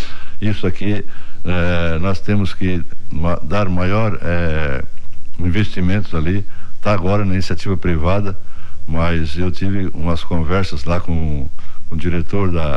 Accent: Tubarão, Santa Catarina, Brazil; now in Jaguaruna, Brazil; eu sou de Tubarão, mas hoje estou morando em Jaguaruna.

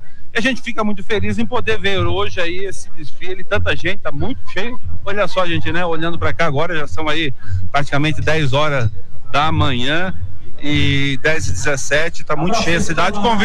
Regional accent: Brazil; nós, como brasileiros

